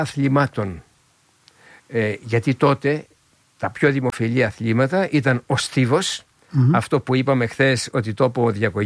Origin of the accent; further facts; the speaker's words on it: Agrinio, West Greece, Greece; born there; now in Athens, Greece; Το πιο σημαντικό όμως, με συγχωρείς, το πιο σημαντικό όμως ήταν ότι φύγαμε νωρίς από το Αγρίνιο και ήρθαμε στην Αθήνα. Φύγαμε το 1906.